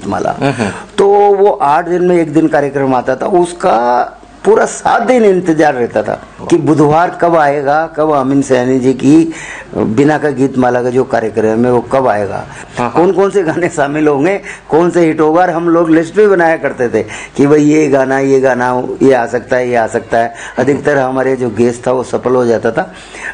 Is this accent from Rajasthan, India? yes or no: yes; Bundi district, Rajasthan, India; born there; also born or lived in Kota; मेरा गांव था बूंदी जिले में, जहां तक मुझे याद है मैं बहुत छोटा था जब वहां था